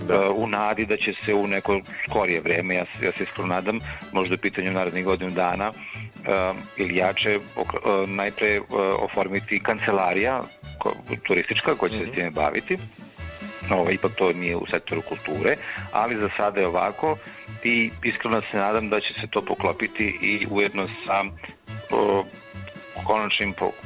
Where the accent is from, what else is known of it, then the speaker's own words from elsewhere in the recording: Ćićevac, Rasina District, Serbia; also born or lived in Belgrade; Vratio sam se u svoj zavičaj pre 5 godina, ja sam inače iz Ćićevca, nisam dugo živeo, to živeo sam u Beogradu i školovao se tako redom.